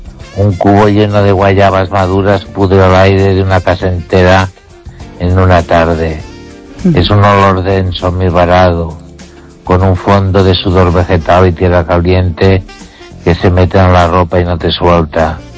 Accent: Ourense, Galicia, Spain; La verdad es que … de Orense.

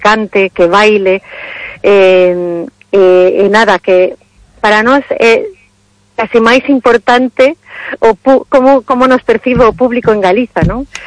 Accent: Brussels, Brussels-Capital Region, Belgium; cando decimos somos de Bruselas e nacimos en Bruselas

